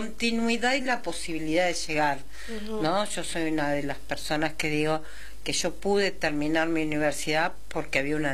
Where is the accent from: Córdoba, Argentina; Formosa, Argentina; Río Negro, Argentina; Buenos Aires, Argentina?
Buenos Aires, Argentina; O sea, Berazategui y Avellaneda, yo soy de la zona.